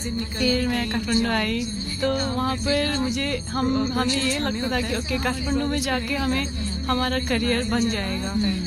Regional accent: Nepal; moved away as an adult; now in Arunachal Pradesh, India; वैसे मैं नेपाल से हूँ बिलोंग वहीं से करती हूँ बट अभी मेरा शादी हुआ है यहाँ पर.

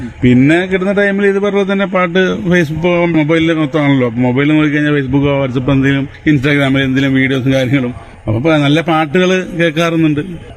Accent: Malampuzha, Kerala, India; ഞാൻ വരുന്നത് പാലക്കാട് നിന്നാണ്, പാലക്കാട് മലമ്പുഴയിൽ നിന്നാണ്.

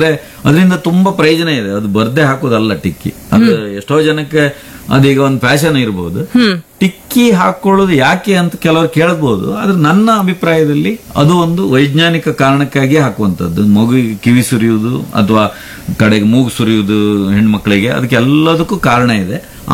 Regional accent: Karnataka, India; born there; moved away as an adult; also born or lived in Delhi / Bangalore; ಹುಟ್ಟಿದಲ್ಲಿಗೆ ವಾಪಸ್ ಬಂದಿದ್ದೇನೆ, ಅದೇ ನಮ್ಮನೆ ಆಯ್ಕಂತ ಇದೇನು.

